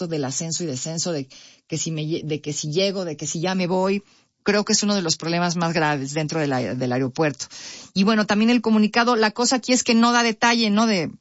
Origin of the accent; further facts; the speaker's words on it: Mexico; es latino, nosotros somos mexicanos, ¿no?